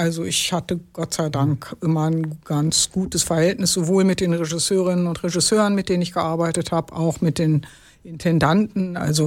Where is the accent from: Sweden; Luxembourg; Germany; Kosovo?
Germany; Heidelberg, Baden-Württemberg; born there; moved away as an adult; now in Lilienthal, Germany; Und dann bin ich in Heidelberg zur Schule gegangen, habe da Abitur gemacht und studiert habe ich dann tatsächlich in München, dann wieder in Heidelberg, war auch zweimal im Ausland.